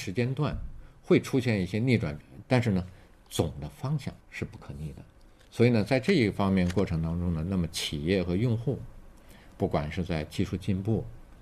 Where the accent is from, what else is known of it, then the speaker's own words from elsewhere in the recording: Beijing, China; 我是在北京土生土长嘛，这么多年来一直在北京